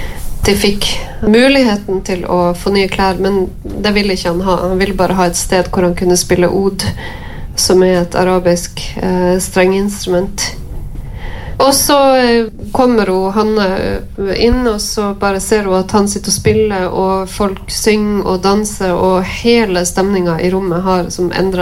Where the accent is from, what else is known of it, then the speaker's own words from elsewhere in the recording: Palestine; now in Norway; hun forteller at vi er fra Palestina